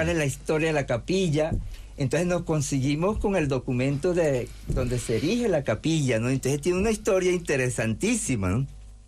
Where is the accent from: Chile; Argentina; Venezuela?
Venezuela; moved away as an adult; also born or lived in Spain; esposo y yo tenemos acá 2 años y medio, antes tuvimos casi 4 años en España. Nosotros, mi esposo y yo, somos venezolanos. De España estuvimos 1 año en Venezuela mientras nos salía la visa y todo. Y ya tenemos acá pues 2 años y medio.